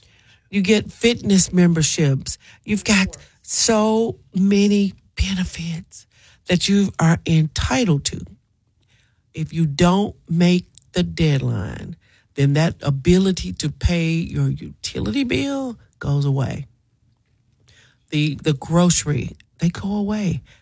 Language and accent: English; Brinkley, Arkansas, United States; I'm from Brinkley, Arkansas.